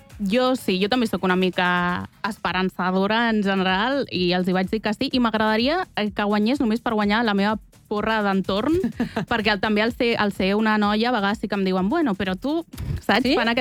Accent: Catalonia, Spain; Sí que és veritat que com a catalana dir això de que d'Espanya i tal, a vegades em costa una mica.

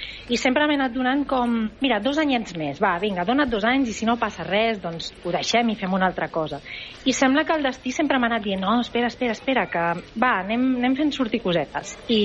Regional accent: Barcelona, Catalonia, Spain; moved away as an adult; now in Berlin, Germany; Jo soc de Barcelona, del barri de Camp de l'Arpa.

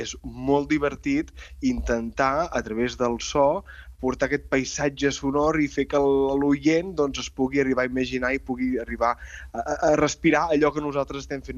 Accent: Catalonia, Spain; jo sóc de la Vall d'en Bas, de la Garrotxa, un espai on la pagesia respira per tot arreu

